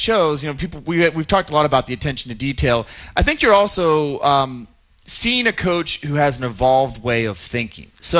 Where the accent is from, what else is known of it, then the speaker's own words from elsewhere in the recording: Latrobe, Pennsylvania, United States; And I think he was willing to do it because he knew I'm a local. I grew up here in Latrobe. I understand what Western Pennsylvania is all about.